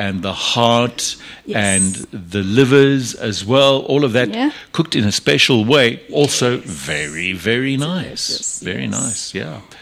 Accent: Brakpan, Gauteng, South Africa; I remember growing up in Brakpan

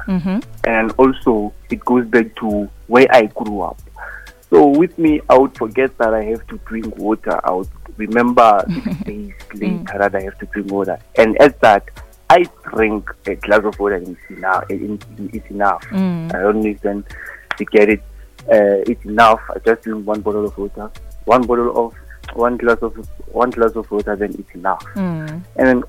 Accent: Hammanskraal, Gauteng, South Africa; and I'm from Hammanskraal.

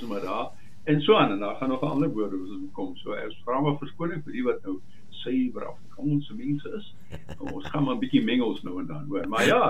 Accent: Nakuru, Rift Valley, Kenya; born there; I was born in Kenya, which is in East Africa. Yeah, so I was born in a little dorpie called Nakuru

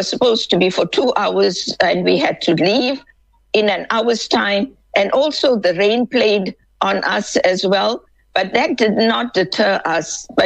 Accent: South Africa; we as South African who want to build our nation

